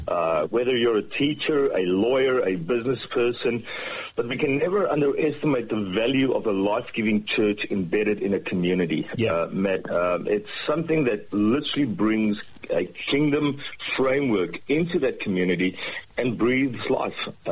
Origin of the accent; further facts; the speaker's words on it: South Africa; moved away as an adult; now in Australia; To this point now, I see myself more Australian than I see myself South African. My accent probably doesn't help